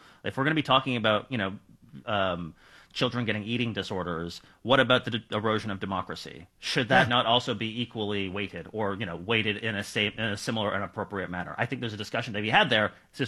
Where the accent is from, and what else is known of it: Canada